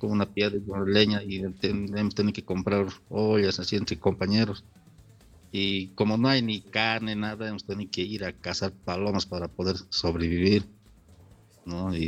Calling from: Cochabamba, Bolivia; yo, por ejemplo, soy de Cochabamba

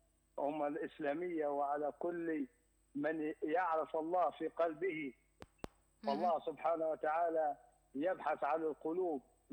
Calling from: Libya; يعم السلام على بلادنا ليبيا الحبيبة

